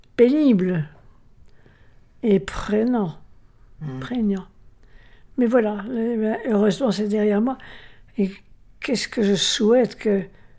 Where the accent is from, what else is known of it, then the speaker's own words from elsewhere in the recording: Charleroi, Wallonia, Belgium; je suis née à Charleroi et j'y étais. Je vivais à Charleroi.